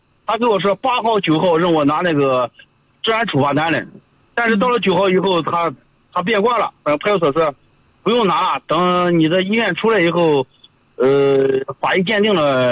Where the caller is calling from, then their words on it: Wenxi, Shanxi, China; 我是咱文喜的。